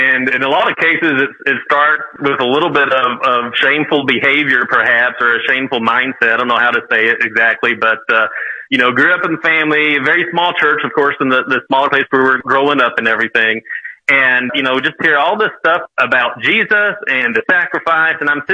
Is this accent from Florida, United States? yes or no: no; Leakey, Texas, United States; I grew up here in Texas out in a small town, which you won't be familiar with, of Lakey, Texas.